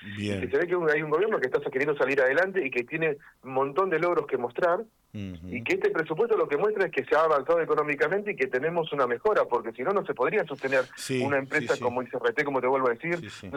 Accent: Argentina; nosotros nos criticamos como argentinos

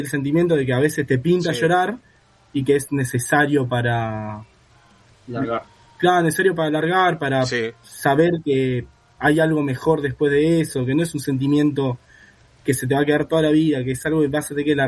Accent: Quilmes, Buenos Aires Province, Argentina; somos todos de Quilmes

